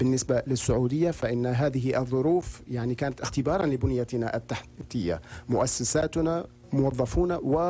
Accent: Saudi Arabia; كسعوديين نحن لا نهاب، ونحن أصحاب عزيمة أننا سوف نثبت هذا للعالم كله.

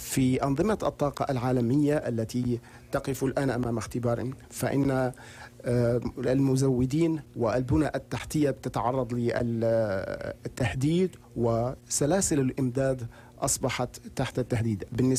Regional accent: Saudi Arabia; كسعوديين نحن لا نهاب، ونحن أصحاب عزيمة أننا سوف نثبت هذا للعالم كله.

